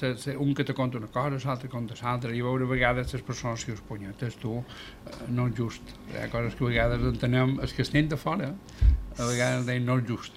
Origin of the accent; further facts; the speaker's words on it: Palma, Balearic Islands, Spain; jo som del Molinar. Vengues fent que de petit anava per Calagamba, per allà